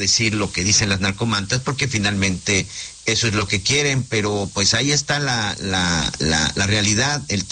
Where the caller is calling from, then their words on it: Mexico City, Mexico; de la Ciudad de México.